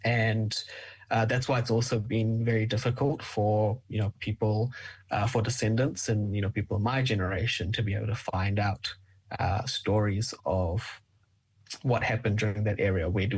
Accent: New Zealand; the Fijian Indian Kiwi diaspora of young people like me who are, born in New Zealand

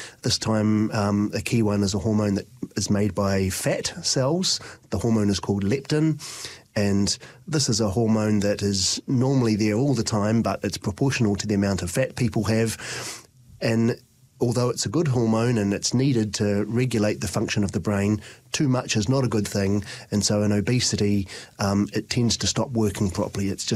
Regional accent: Christchurch, Canterbury, New Zealand; Well, my studies, when I grew up in Christchurch, I did a Bachelor of Agricultural Science

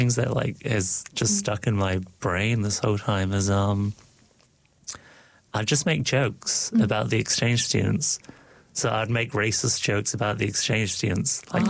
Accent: Dunedin, Otago, New Zealand; first language Cantonese and English; growing up in New Zealand because, like, very quickly on, I realized how different I was from the other kids, because Dunedin's very white.

